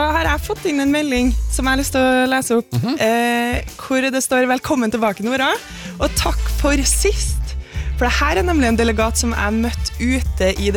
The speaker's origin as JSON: {"language": "Norwegian", "town": "Nittedal", "region": "Akershus", "country": "Norway", "tie": "born or raised there", "said": "jeg vokste opp på Slattum i Nittedal."}